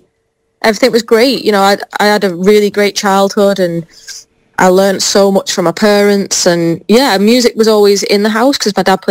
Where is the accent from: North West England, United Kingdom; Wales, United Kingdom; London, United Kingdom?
North West England, United Kingdom; Widnes; also born or lived in Whiston; Yeah, okay, so I was born and raised in Widnes. Well, I was born in Whiston, which is a place just down the road, but that's where everyone from my town was born, basically.